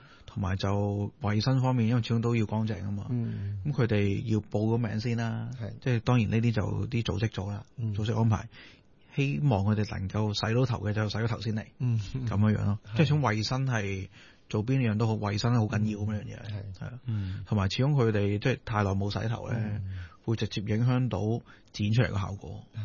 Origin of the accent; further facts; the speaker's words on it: China; 同埋我都好即系好欣赏我哋中国人有个说话咧，身体发肤受诸父母啊